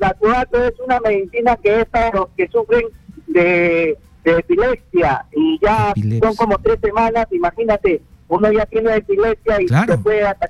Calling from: Lima, Peru; de acá de Surco

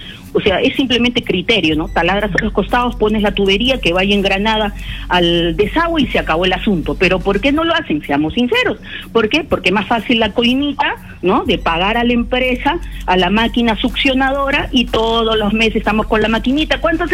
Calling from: Peru; creo que como peruanos deberíamos estar preparados

